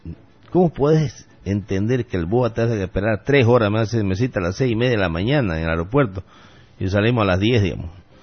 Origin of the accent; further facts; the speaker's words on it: Santa Cruz de la Sierra, Santa Cruz, Bolivia; de años que nosotros vivimos y nacimos aquí en Santa Cruz